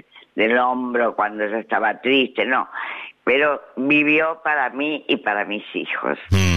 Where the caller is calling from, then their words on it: San Isidro, Buenos Aires Province, Argentina; de San Isidro.